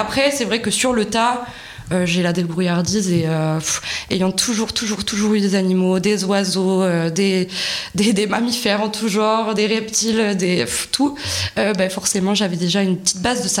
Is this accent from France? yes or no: yes; Brittany, France; moved away as an adult; now in Gers, France; C'était en Bretagne, puisque je suis bretonne.